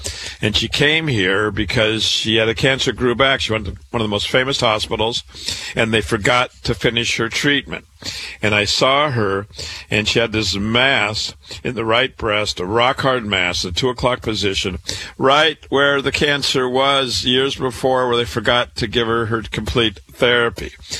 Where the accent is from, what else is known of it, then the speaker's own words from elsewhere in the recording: Iowa, United States; a woman from my home state of Iowa.